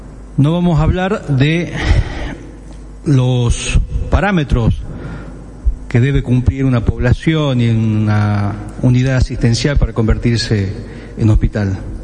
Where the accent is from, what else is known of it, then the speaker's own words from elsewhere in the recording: Salta, Argentina; donde ya no somos salteños